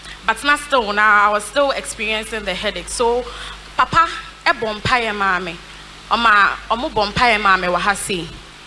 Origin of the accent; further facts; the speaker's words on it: Ashaiman, Greater Accra, Ghana; and I'm from Ashaman.